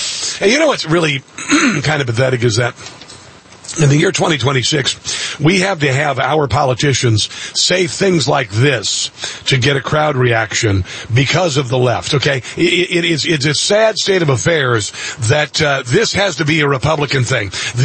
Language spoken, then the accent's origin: English; Midwest, United States; I know this because I'm from the Midwest, the heartland.